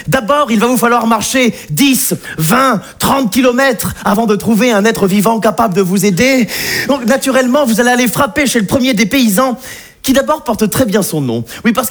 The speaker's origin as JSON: {"language": "French", "region": "Auvergne-Rhône-Alpes", "country": "France", "tie": "born or raised there", "said": "Ah, je suis ravi de jouer à Paris parce que ça me rappelle un peu ma région natale. J'arrive d'Auvergne."}